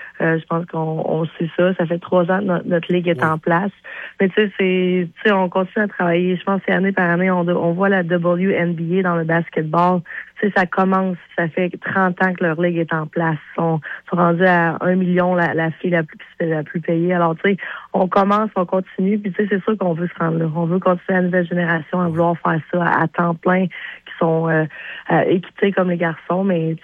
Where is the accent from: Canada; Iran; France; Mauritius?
Canada; Quebec; moved away; C'est sûr que je suis un petit peu loin, mais je veux dire que la Beauce sort jamais de moi